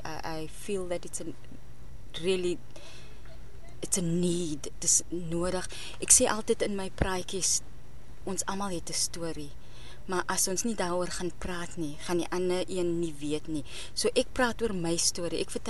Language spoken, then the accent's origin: Afrikaans; Johannesburg, Gauteng, South Africa; first language English; Afrikaans is a second language; It is a Joburger. born and bred.